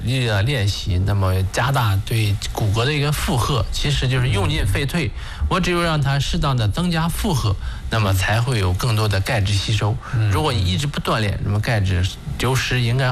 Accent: China; 我们就是中国人日常生活中我们到底能摄入多少钙

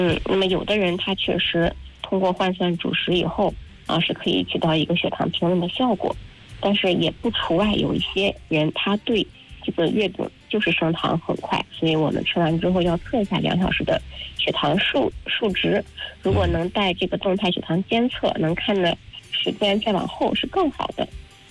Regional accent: China; 其实中秋节呀，是我们中国人民的一个大节

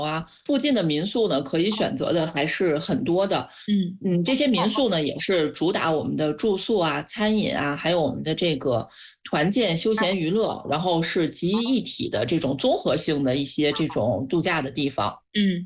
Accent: Shijiazhuang, Hebei, China; 我们石家庄人的城市后花园。

